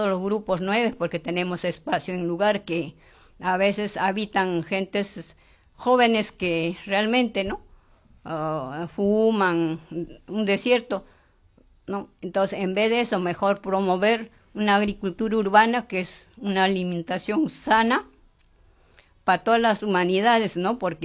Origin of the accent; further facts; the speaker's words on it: Villa El Salvador, Lima, Peru; sigo contribuyendo con mi pueblo, Villa Salvador, con el cambio climático ambiental